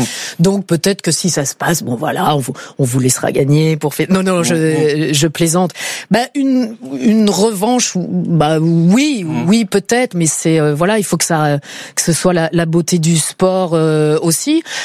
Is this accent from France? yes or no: no; Brussels, Brussels-Capital Region, Belgium; moi je suis bruxelloise à la base.